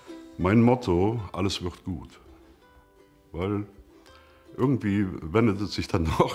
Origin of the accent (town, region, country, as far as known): Nümbrecht, North Rhine-Westphalia, Germany; born or raised there